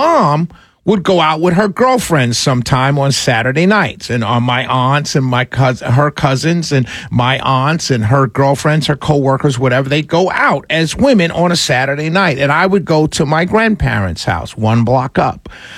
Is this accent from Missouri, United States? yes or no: no; New York, United States; the way I grew up on Convent Avenue in Harlem, New York, on 149th Street and Convent Avenue.